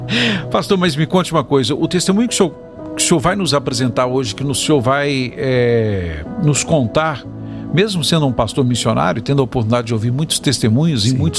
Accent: Minas Gerais, Brazil; Talvez fica muito difícil para nós que somos de Minas entender um pouquinho a realidade do Rio de Janeiro.

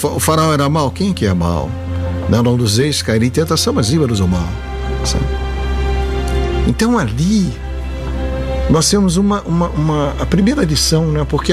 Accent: Minas Gerais, Brazil; somos do estado de Minas Gerais

